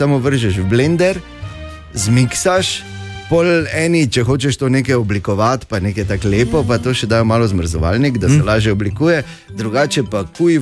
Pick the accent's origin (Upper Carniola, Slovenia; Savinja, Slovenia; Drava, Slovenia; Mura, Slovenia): Drava, Slovenia; Maribor; skozi Dogoše, skozi moj rojstni kraj.